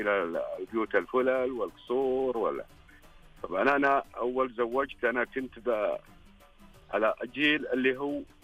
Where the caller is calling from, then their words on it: Ha'il, Ha'il Province, Saudi Arabia; طبعا عندنا في حائل السفارة أول السفارة على رجولهم.